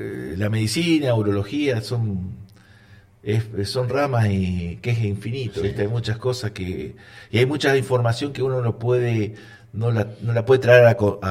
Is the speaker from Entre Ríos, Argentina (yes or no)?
no; Neuquén, Argentina; acá 2010 vengo. Soy originado de Curralcoso.